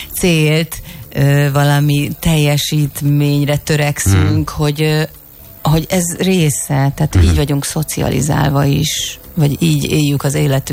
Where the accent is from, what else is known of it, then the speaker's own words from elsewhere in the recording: Hungary; first language Hungarian; Nekem nagyon fontos az anyanyelvem. Játszottam én is külföldi filmben, koprodukcióban, beszéltem szinkronban németül, de nekem nagyon fontos a magyar